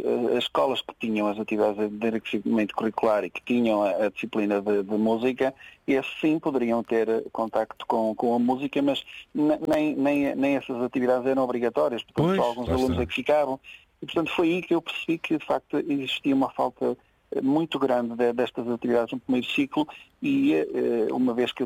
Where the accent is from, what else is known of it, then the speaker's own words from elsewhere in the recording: Cujó, Viseu, Portugal; now in Vila Nova de Gaia, Portugal; Eu sou natural de uma aldeia próxima de Castro Daire, Cujó, Castro Daire, mas vivo em Vila Nova de Gaia desde 2011.